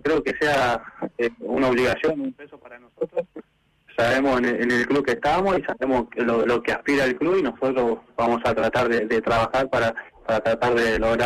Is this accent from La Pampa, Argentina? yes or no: no; Quilmes, Buenos Aires Province, Argentina; Yo de Buenos Aires, de Quilmes.